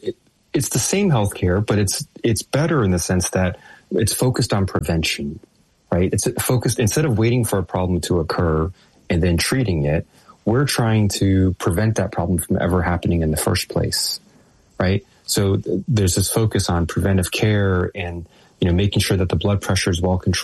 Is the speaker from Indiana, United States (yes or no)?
no; Texas, United States; I grew up in Texas playing football.